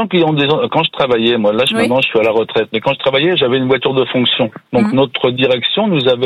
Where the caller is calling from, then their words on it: Gorges, France; Alors, j'habite à Gorge.